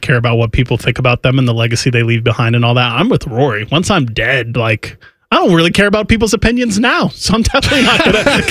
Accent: Ohio, United States; accent: common Ohio tongue; also born or lived in New York; I say I was born there, but raised here.

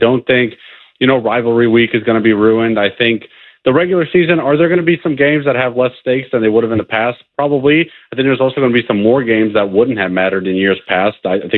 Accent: Indiana, United States; You know, funny enough, I grew up in Indiana, but I grew up Northwest Indiana.

